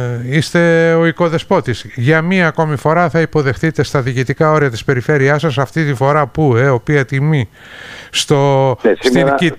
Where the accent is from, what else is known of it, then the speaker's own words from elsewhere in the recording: Kalymnos, South Aegean, Greece; Για πείτε μου, η πατρίδα μου, η Κάλυμνος, πώς είναι, όλα εντάξει?